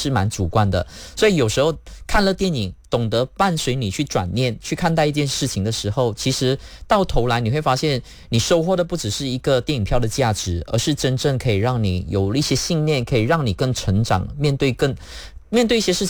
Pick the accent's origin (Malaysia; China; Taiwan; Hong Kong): Malaysia; 我们马来西亚人